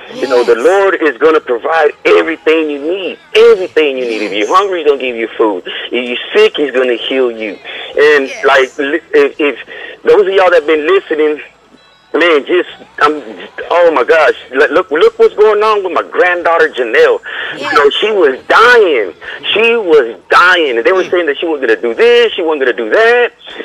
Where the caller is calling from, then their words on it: Houston, Texas, United States; I'm calling from Houston. And by the way